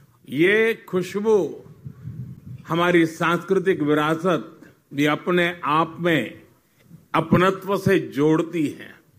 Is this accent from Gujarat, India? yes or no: yes; Vadnagar, Gujarat, India; born there; मेरा जन्म वडनगर में हुआ